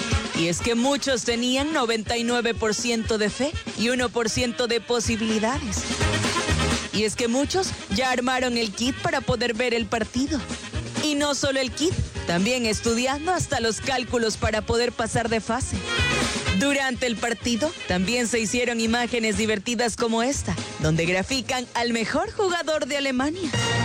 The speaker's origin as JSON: {"language": "Spanish", "country": "Ecuador"}